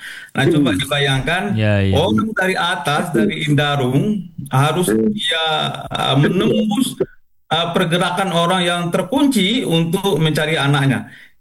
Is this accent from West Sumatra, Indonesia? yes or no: yes; Padang, West Sumatra, Indonesia; born there; Kita lahir dan besar di sana, dan tentu saja yang tidak perlu kita ratapi adalah kenapa kita lahir di Padang.